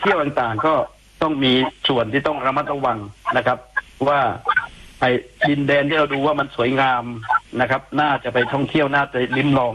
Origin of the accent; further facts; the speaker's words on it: Nakhon Si Thammarat, Thailand; born there; ผมเกิดนครนะครับ